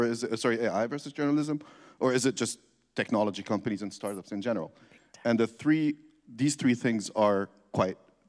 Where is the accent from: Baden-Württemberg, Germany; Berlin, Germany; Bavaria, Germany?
Berlin, Germany; And I'm from Berlin, so it's some weird, you know, poly open relationship